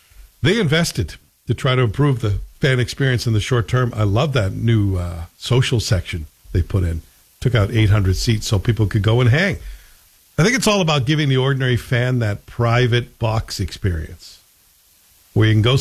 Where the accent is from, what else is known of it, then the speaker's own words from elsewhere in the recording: Canada; as a Canadian, that's what keeps me going in the winter is hockey.